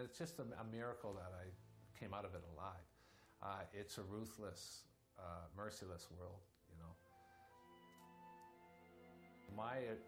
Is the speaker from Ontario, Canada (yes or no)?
no; Saint John, New Brunswick, Canada; I grew up in St. John, New Brunswick, into just a relatively normal, typical home.